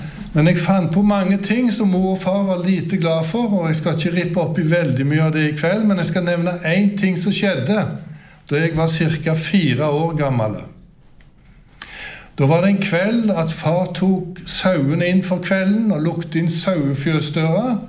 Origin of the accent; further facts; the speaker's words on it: Tysvær, Rogaland, Norway; så växte jag upp på en gård bort i Tysvær som ligger 3 mil ifrån Haugesund. Där hade jag min barndomshem. Och jag var faktiskt odelsgutt hemma på gården också. Men jag blev aldrig någon bonde.